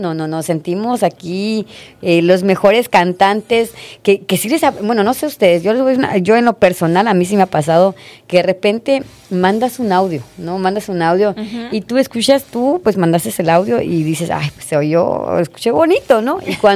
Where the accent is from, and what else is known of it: Mexico